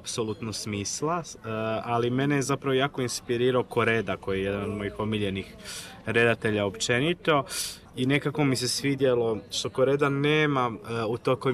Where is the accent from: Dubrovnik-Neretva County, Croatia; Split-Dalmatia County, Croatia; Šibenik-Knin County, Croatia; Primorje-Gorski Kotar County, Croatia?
Dubrovnik-Neretva County, Croatia; Dubrovnik; born there; Ja sam rođen u Dubrovniku